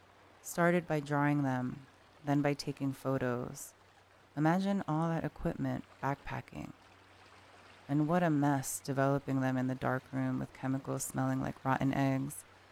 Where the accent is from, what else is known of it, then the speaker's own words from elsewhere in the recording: New York City, New York, United States; She asks, where are you from? I say, from New York City.